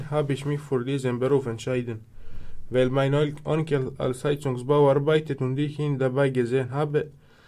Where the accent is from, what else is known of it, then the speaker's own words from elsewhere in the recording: Serbia; German is a second language; now in Germany; ich komme aus Serbien, ich bin 18 Jahre alt.